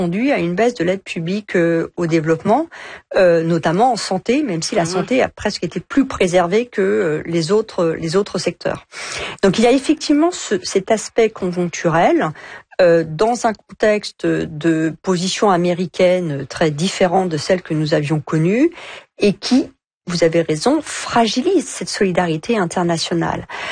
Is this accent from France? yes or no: yes; France